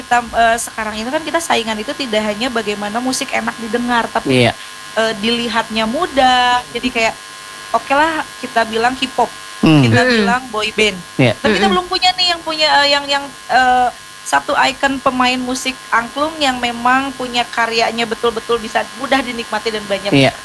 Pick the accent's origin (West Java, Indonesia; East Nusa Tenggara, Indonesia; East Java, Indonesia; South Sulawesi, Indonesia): West Java, Indonesia; Kita orang Sunda punya nada sendiri namanya daminatila pilada.